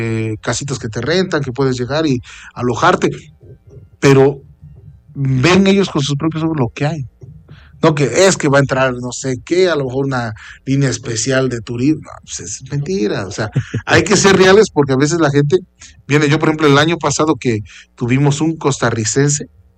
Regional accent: Acatlán de Osorio, Puebla, Mexico; soy acateco, soy de Acatlán.

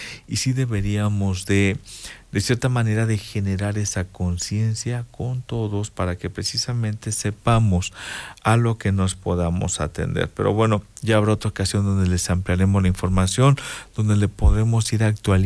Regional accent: Mexico; nosotros como mexicanos

